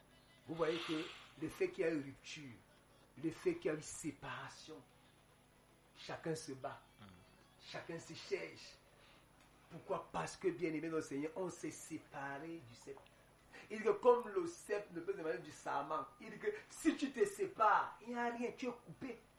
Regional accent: Cameroon; je suis Camerounais

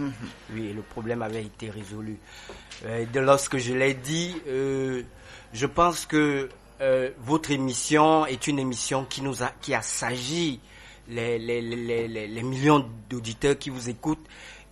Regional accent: Cameroon; en tant que Camerounais

